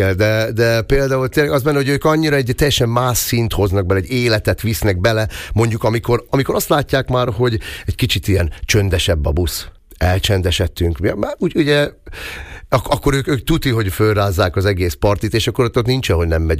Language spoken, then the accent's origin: Hungarian; Eger, Heves, Hungary; born or raised there; moved away